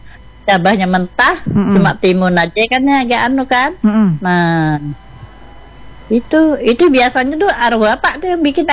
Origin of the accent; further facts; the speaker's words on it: South Kalimantan, Indonesia; aku bukan asli Kutai juga loh. Aku dibilang kurang Kutai padahal lain, Banjar.